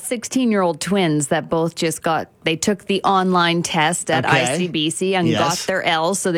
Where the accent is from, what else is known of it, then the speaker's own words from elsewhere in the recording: Prince George, British Columbia, Canada; I grew up in Prince George a few years ago